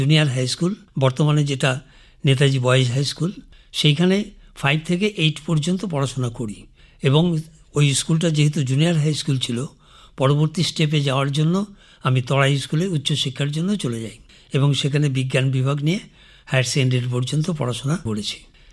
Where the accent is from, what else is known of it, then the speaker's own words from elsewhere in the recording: Siliguri, West Bengal, India; also born or lived in Dhunat, Sirajganj, Pabna, Bangladesh; শিলিগুড়িতেই প্রাথমিক শিক্ষা শুরু।